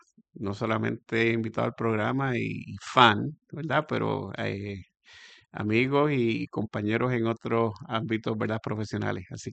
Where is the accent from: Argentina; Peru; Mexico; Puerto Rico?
Puerto Rico; San Juan; Pero pues crecí en San Juan con becas, mucho sacrificio.